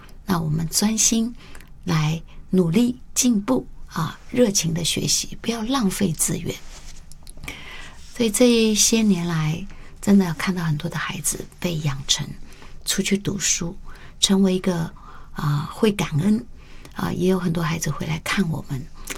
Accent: Taiwan

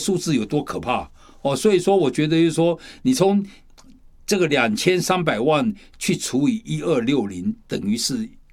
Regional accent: China; 我们中国人也讲了一段话

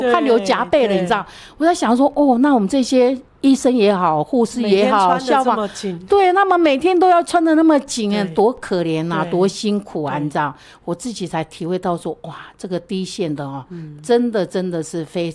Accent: Shulin, New Taipei, Taiwan; 树林是我的故乡

